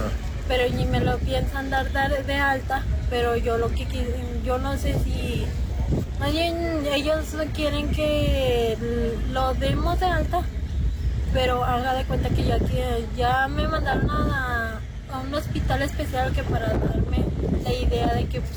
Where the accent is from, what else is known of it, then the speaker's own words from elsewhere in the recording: Fresnillo, Zacatecas, Mexico; De aquí, de Fresnillo.